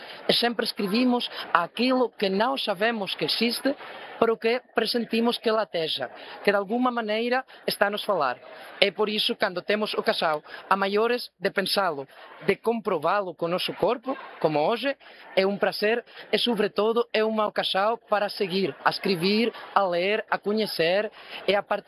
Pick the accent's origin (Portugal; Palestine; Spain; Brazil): Spain; Madrid, Community of Madrid; born there; first language Spanish; Portuguese is a second language; mais além do espanhol, que é a minha língua. Eu nasci em Madrid, sou castelhano, falo espanhol, mas tive a ocasião de conhecer, de aprender, como bem dizias, o galego, o catalão, o vasco, o asturiano, muitas delas, línguas irmãs que estão muito perto de mim.